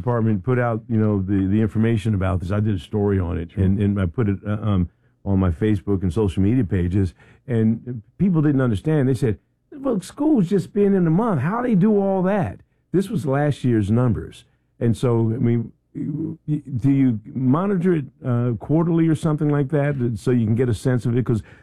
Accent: Philadelphia, Pennsylvania, United States; moved away; I come from the Philadelphia school system.

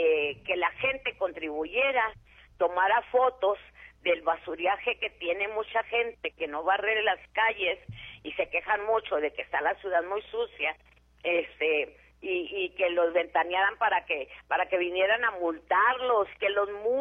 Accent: Chihuahua, Mexico; born there; moved away; como nací en Chihuahua, tengo la cultura de barrer mi calle.

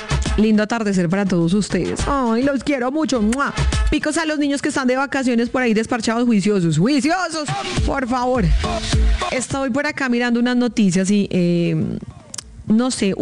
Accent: Colombia; born there; Afortunadas nosotras que nacimos en Colombia

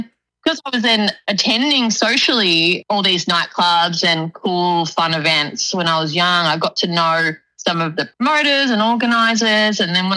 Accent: Diamond Creek, Victoria, Australia; I grew up in Diamond Creek, which is kind of borderline the birds to almost country. I went to school in St. Helena, so near Alfred.

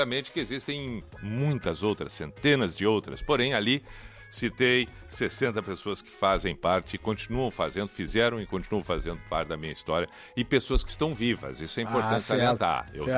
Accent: Porto Alegre, Rio Grande do Sul, Brazil; born there; E eu não sei nem por que eu nasci em Porto Alegre, porque meus dois irmãos nasceram em Canoas.

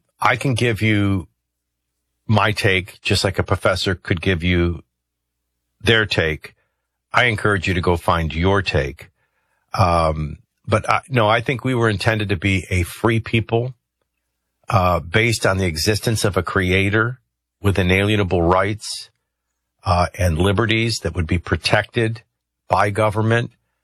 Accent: Arlington Heights, Illinois, United States; also born or lived in New Orleans, United States; when we moved from Chicago, now I was in Arlington Heights, suburban Chicago. My elementary schools were beautiful and big. And really for 1970, they were as nice as you could fathom. And then we moved to New Orleans

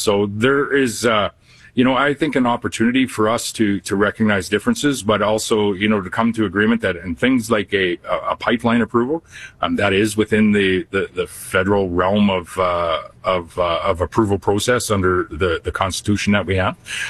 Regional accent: Canada; I'm not an Albertan. But I am a Canadian, and I am a leader of a province that's adjacent

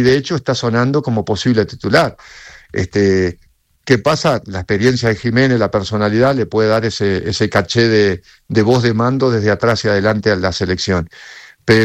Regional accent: Uruguay

